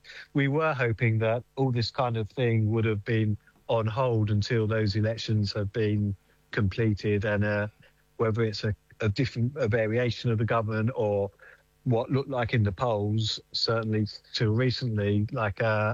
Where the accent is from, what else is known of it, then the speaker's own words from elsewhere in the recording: United Kingdom; Where we sit as proud British Jews, but with very strong connections to Israel